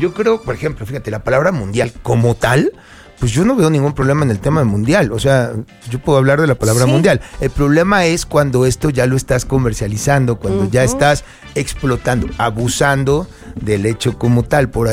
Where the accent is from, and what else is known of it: Mexico